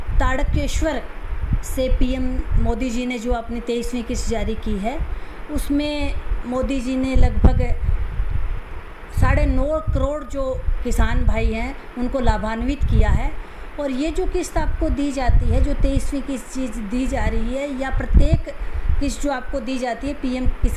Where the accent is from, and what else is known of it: Jhalawar district, Rajasthan, India